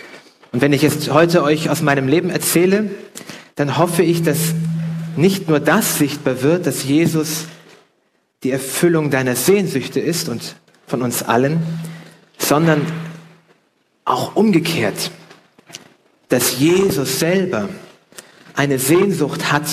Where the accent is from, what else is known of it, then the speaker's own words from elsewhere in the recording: Hamburg, Germany; Ich bin in Hamburg, in Norddeutschland aufgewachsen